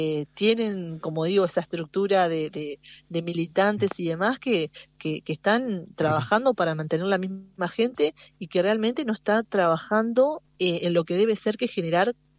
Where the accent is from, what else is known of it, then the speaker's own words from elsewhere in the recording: Uruguay; como somos los uruguayos, que somos gente que sale de adelante